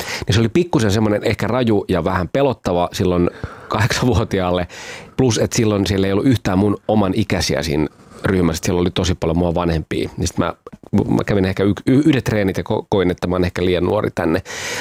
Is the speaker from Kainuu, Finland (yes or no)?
no; Pori, Satakunta, Finland; born there; also born or lived in Kuorevesi, Finland; me muutettiin tosiaan silloin sieltä Kuorvedeltä Poriin ja mä aloitin tokaluokan siellä